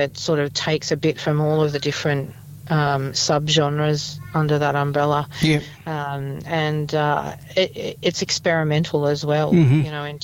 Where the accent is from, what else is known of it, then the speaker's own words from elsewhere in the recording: Newcastle, New South Wales, Australia; also born or lived in Central Coast; I grew up in Newcastle. I did live on the Central Coast for quite a few years, especially when my boys were young. But my heart belonged to this city, and I made the move back up to Newcastle.